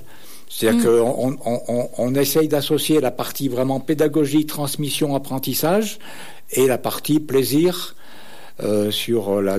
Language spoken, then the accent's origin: French; Auvergne-Rhône-Alpes, France; chez nous, en Dauphiné